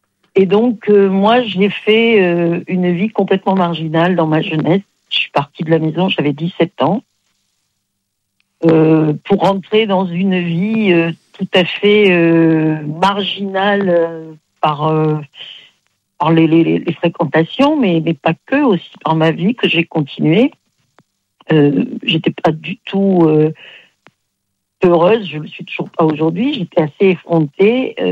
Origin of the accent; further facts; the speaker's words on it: Aix-en-Provence, Provence-Alpes-Côte d'Azur, France; Bon, moi, je l'ai connu, hein, j'étais d'Aix-en-Provence.